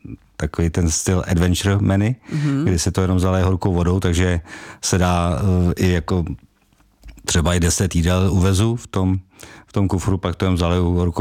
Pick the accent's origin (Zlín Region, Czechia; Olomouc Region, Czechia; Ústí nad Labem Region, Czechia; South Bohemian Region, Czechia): South Bohemian Region, Czechia; now in Želeč, Czechia; Od Tábora, bydlím v Želči u Tábora, tak jsem pravověrný jeho Čech a přijel jsem autem.